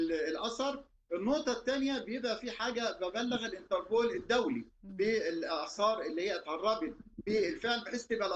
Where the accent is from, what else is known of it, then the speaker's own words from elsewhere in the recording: Egypt; أنا كمصري